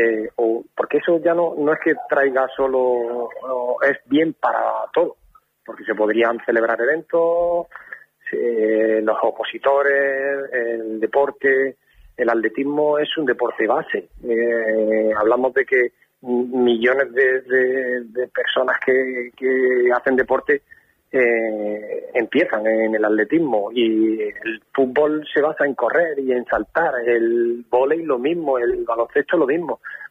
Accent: Linares, Andalusia, Spain

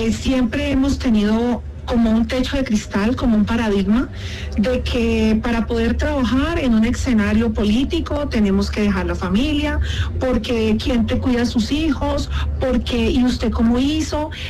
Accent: Valle del Cauca, Colombia; Si alguien ha sido víctima de la violencia política de género, somos las mujeres del Valle del Cauca

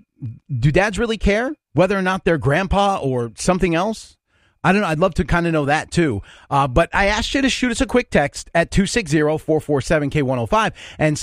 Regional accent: New York, United States; I grew up in New York

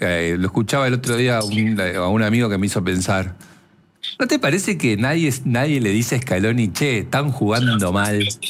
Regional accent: Argentina; porque somos argentinos.

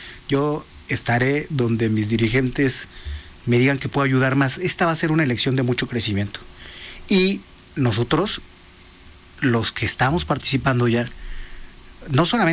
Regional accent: Mexico City, Mexico; born there; sí tengo doble nacionalidad, ahora que lo dices. Yo soy un oaxaqueño, nacido en Iztapalapa, y desde luego que me interesa el lugar en el que vivo, que es la Ciudad de México.

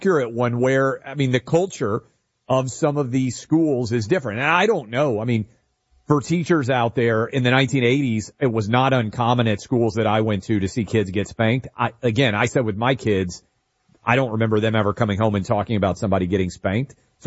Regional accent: New York City, New York, United States; this is where growing up in New York City.

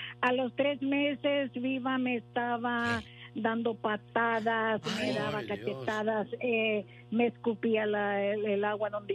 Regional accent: El Salvador; nosotros somos del Salvador, y me dicen mis hermanas, ay no, te vamos a coger porque si te hace un novio mexicano te va a llevar para su rancho y nunca te vamos a volver a ver

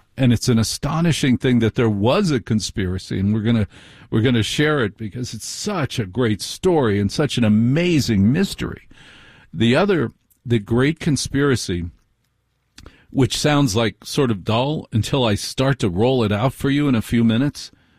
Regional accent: Maplewood, United States; You know, I grew up in Maplewood

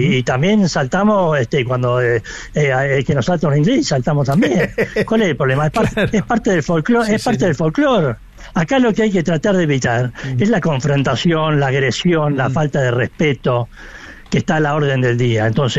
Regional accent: Argentina; Bueno, nosotros como comunidad, sí, ante todo, somos argentinos.

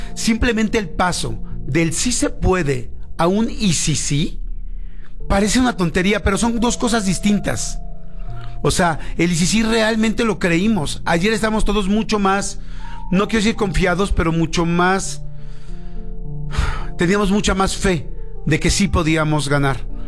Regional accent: Mexico; somos mexicanos

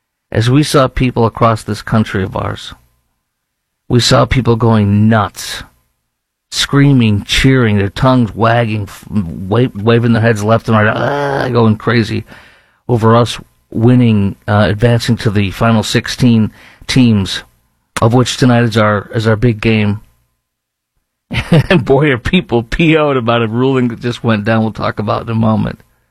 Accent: Chicago, Illinois, United States; now in Dallas, United States; I'm born and raised in Chicago.

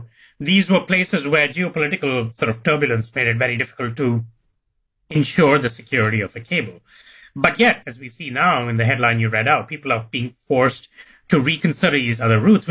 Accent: India; I'm from India

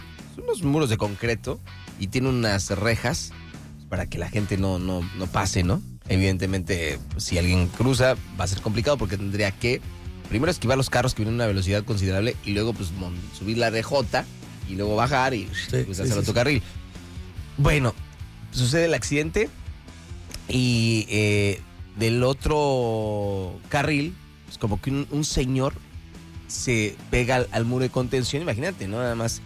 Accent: Mexico

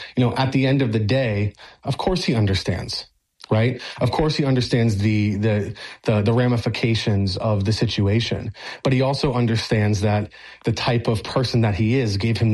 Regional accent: Miami, Florida, United States; I'm born and raised in Miami.

